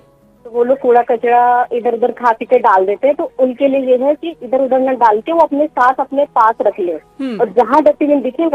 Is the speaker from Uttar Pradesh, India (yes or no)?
yes; Unnao, Uttar Pradesh, India; now in Chandigarh, India; Ma'am, मैं उन्नाव की रहने वाली हूँ। हाँ, चंडीगढ़ से बात कर रही हूँ।